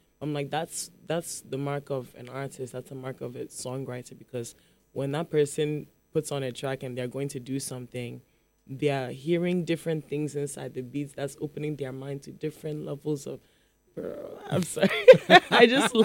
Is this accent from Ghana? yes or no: yes; Accra, Greater Accra, Ghana; also born or lived in Chicago; Like, if you go back to where I'm from in Accra, or where, like, my hometown is in Konya, if you go to Brekum, you wouldn't find anyone like me.